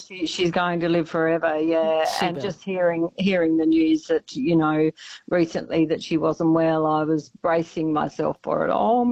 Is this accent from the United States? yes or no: no; Tasmania, Australia; I grew up in Tassie, so, you know, I met up with my sister down there, and we tripped down to Hobart and went and saw her.